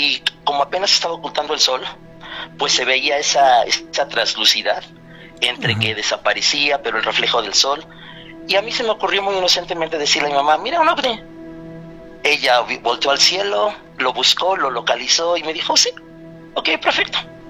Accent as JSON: {"language": "Spanish", "town": "Atlixco", "region": "Puebla", "country": "Mexico", "tie": "born or raised there", "said": "Yo soy de Puebla. Sí, señor. Pero toda mi vida viví en Atlixco."}